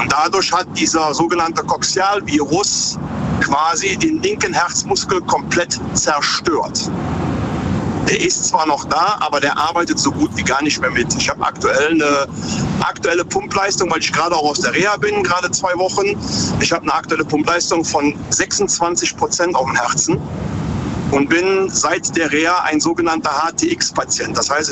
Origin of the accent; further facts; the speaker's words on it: Cologne, North Rhine-Westphalia, Germany; Ich bin Kölner und bin gerade auf der A61 unterwegs.